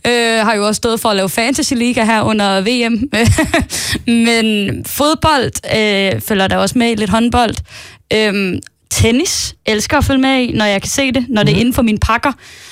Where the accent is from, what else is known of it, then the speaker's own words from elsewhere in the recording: Aarhus, Central Denmark Region, Denmark; Jeg er jo fra Aarhus.